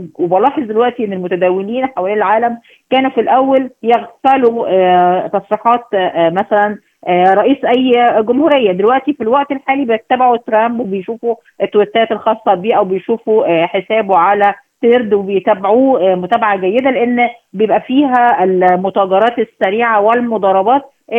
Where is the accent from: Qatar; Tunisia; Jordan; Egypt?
Egypt; عندنا في مصر